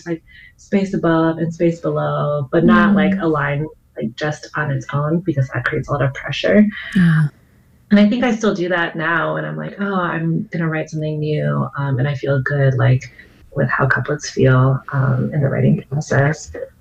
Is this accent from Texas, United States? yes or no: no; Maryland, United States; moved away as an adult; also born or lived in Bloomington, Indiana / Cincinnati; now in Chicago, United States; I would like to think that I'm a Midwesterner for sure. I grew up in Maryland, but I've been in the Midwest since college. Since after college, and that was 2009 was when I graduated.